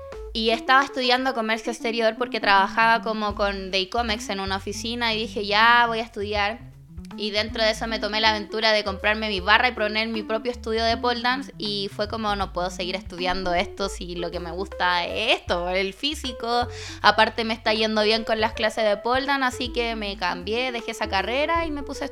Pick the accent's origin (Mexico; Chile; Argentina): Chile; San Bernardo, Santiago Metropolitan Region; nací ahí en Tejas de Chena y ahora estoy viviendo un poco acá, estoy viviendo un poco más cerca de acá de Colón. Creo que se llama Villa Nueva San Bernardo.